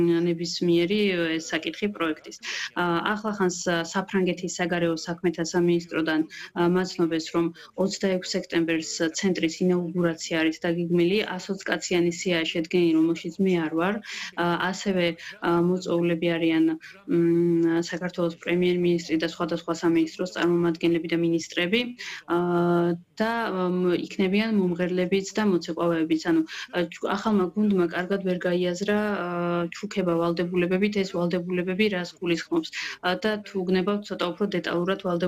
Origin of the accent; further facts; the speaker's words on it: Guria, Georgia; სანახევროდ გურული ვარ და სანახევროდ ფრანგი და ზოგიერთ რაღაცაში ცოტა ესე გურულად ვერთვები ხოლმე.